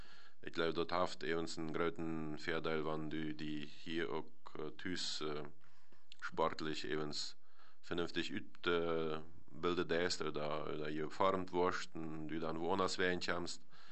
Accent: Netherlands; wir als Niederländer

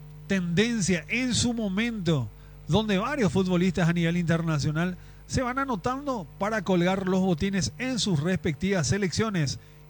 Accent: Paraguay

